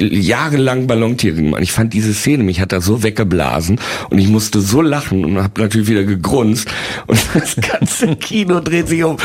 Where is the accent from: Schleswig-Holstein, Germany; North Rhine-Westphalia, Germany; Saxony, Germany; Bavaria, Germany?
North Rhine-Westphalia, Germany; Bielefeld; Ich bin ja Bielefelder